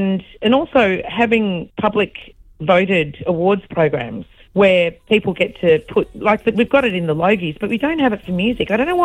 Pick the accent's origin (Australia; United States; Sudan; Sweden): Australia